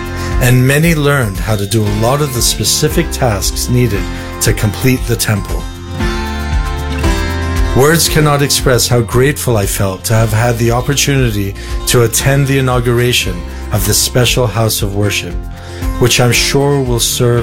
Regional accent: Papua New Guinea; As some of you may know, I was raised in Papua New Guinea

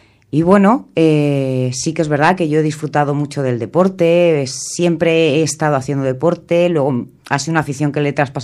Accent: Montornès del Vallès, Catalonia, Spain; Pues es mi pueblo. Yo me crié aquí, nací aquí, me casé aquí, tuve mis hijos aquí, trabajaba en Montornés, o sea, es mi pueblo.

